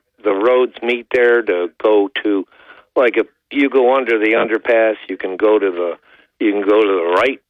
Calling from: Endicott, New York, United States; from Endicott.

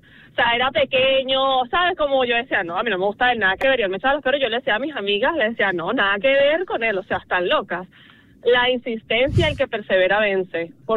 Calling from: Venezuela

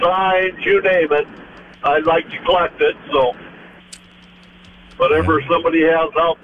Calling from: Dell Rapids, South Dakota, United States; from Del Rapids.

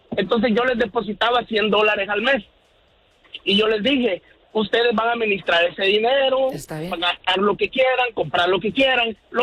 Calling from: Chicago, Illinois, United States; Soy troquero aquí de Chicago.

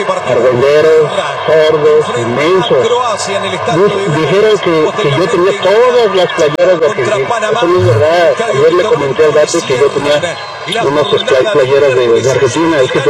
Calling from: Mexico; Yo soy mexicano, pero no soy de Chile nada más

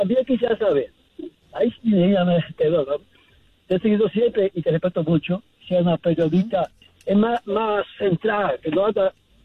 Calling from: New York, United States; Queens, New York.

